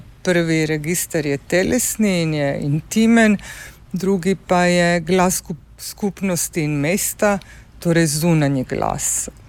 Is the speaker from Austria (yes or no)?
no; Pula, Istria County, Croatia; Slovenian is a second language; now in Ljubljana, Slovenia; Ker sem odraščala v Pulju, ki je večjezično in multikulturno območje